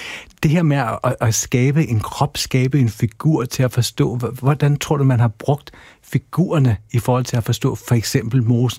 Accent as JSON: {"language": "Danish", "town": "Kerteminde", "region": "Region of Southern Denmark", "country": "Denmark", "tie": "born or raised there", "said": "jeg kommer fra Kerteminde på Fyn"}